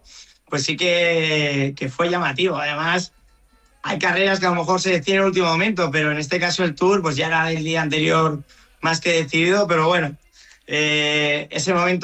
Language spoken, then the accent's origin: Spanish; Pinto, Community of Madrid, Spain; conectaron con mi pueblo, con Pinto, conectaron con el pueblo de mis padres